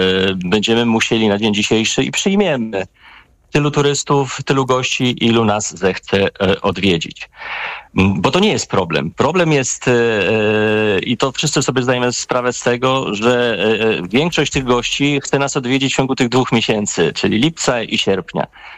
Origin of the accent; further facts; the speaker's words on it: Hel, Pomeranian Voivodeship, Poland; tutaj u nas w Helu